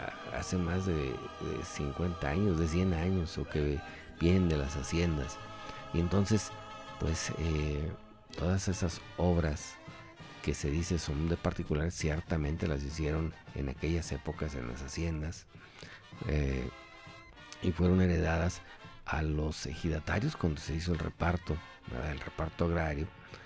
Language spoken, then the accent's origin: Spanish; Genaro Codina, Zacatecas, Mexico; se tronó e inundó la mitad de mi pueblo allá en Genaro Codina